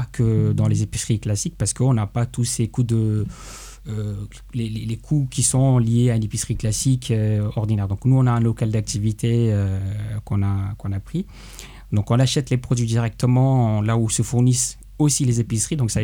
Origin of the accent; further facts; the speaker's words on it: Rennes, Brittany, France; Effectivement … donc je suis rennais. Donc j'ai fait mes études ici.